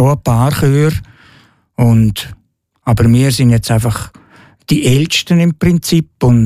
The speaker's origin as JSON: {"language": "German", "town": "Buchs", "region": "St. Gallen", "country": "Switzerland", "tie": "born or raised there", "moved": "as an adult", "lives_now": "Liechtenstein", "said": "Ich bin jetzt 73, ich bin in Buchs aufgewachsen, bin ein Wartauer und ich wohne seit 1980 im Fürstentum Liechtenstein, weil ich Lehrer war in der Oberschule in Eschen."}